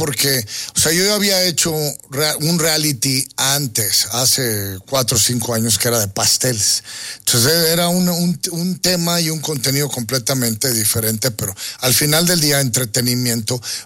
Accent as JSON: {"language": "Spanish", "country": "Mexico", "said": "Siempre contento de estar en México. Yo nací en México, soy mexican"}